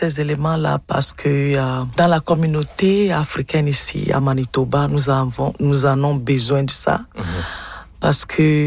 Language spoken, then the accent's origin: French; Togo; now in Winnipeg, Canada; je suis togolaise